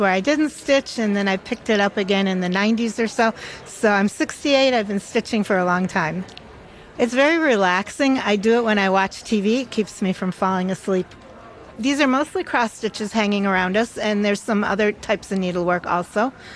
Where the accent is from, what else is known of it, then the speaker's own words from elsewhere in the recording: Granby, Massachusetts, United States; I'm from Granby, Massachusetts.